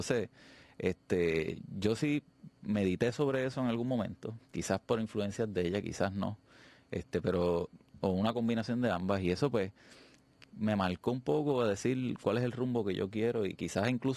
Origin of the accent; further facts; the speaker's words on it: Puerto Rico; moved away as an adult; cuando yo llegué a Ciudad de México a estudiar, los mexicanos nos abrieron las puertas a los puertorriqueños allí